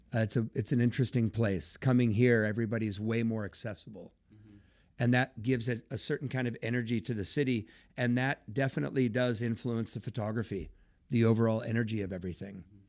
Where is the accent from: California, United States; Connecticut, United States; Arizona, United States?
California, United States; moved away; I mean, we're from California.